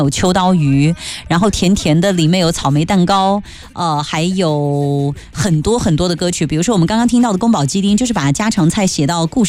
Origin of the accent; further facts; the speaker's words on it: Shanxi, China; 我作为一个山西人